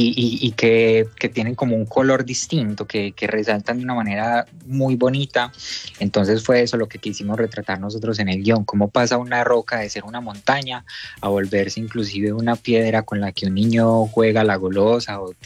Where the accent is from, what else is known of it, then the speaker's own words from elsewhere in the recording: Colombia; bueno, nosotros somos de Colombia, conocemos la historia, conocemos los lugares, conocemos las personas, conocemos la gastronomía